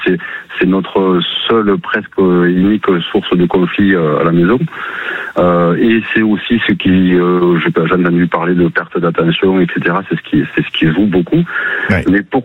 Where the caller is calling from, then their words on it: Muret, Occitanie, France; j'habite à Muret.